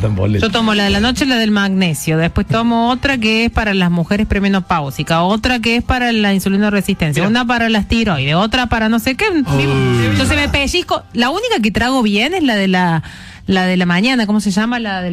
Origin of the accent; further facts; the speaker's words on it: Jujuy, Argentina; Chicos, soy jujeño.